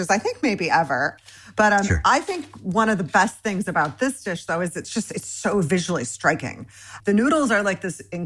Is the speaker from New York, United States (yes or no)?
no; Michigan, United States; I'm Iranian-American. I grew up in Michigan, but my dad and my mom's from Michigan.